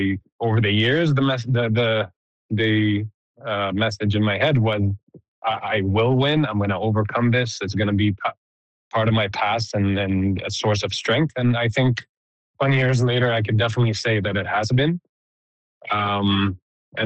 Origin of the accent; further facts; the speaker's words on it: Canada; as a Canadian society, as a nation